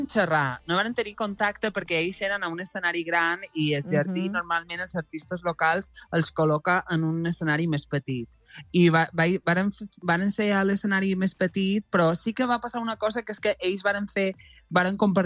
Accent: Balearic Islands, Spain; Els meus pares són de fora, però jo sóc d'aquí, d'on sóc, quina és la meva casa, quina és la meva identitat cultural

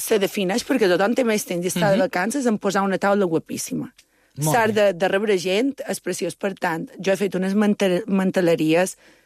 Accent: Balearic Islands, Spain; jo som molt mallorquina. Uh-huh. Som com molt de Mallorca.

